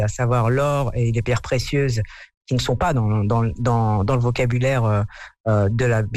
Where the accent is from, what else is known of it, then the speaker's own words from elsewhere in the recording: Souss-Massa, Morocco; Je suis à Mazir de la région de Sousmassa.